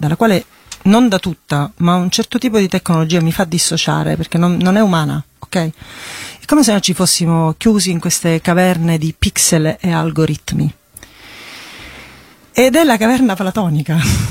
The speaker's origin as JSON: {"language": "Italian", "region": "Sicily", "country": "Italy"}